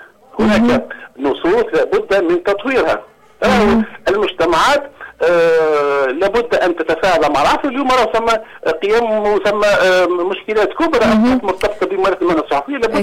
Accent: Tunisia; أنا كصحفي تونسي

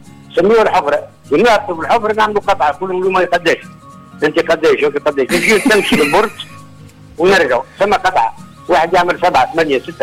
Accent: Zarzouna, Bizerte Governorate, Tunisia; now in Gris, Tunisia; في زرزونة.

